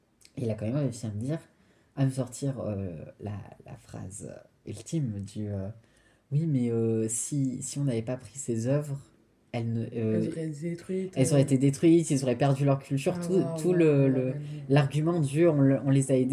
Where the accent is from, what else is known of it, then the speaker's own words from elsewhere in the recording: Réunion, France; Et c'est pas parce qu'on est français que La Réunion n'a pas sa propre culture